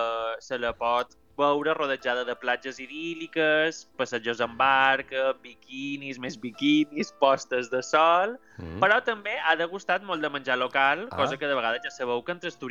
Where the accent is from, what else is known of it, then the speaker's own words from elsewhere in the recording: Mallorca, Balearic Islands, Spain; now in Barcelona, Spain; jo normalment resideixo a Barcelona i sempre que me demanen d'on soc, perquè ja ho intueixen amb el meu accent, me diuen, jo estiuetge a Menorca. O sigui, és la resposta sempre en el meu soc de Mallorca.